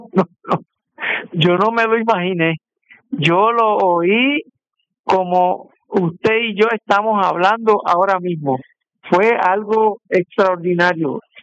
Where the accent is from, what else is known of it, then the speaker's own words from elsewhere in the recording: Humacao, Puerto Rico; now in Bayamón, Puerto Rico; Es correcto, nacido y criado en Humacao, pero crecido ya hará unos casi 40 años en barrio Buenavista de Bayamón.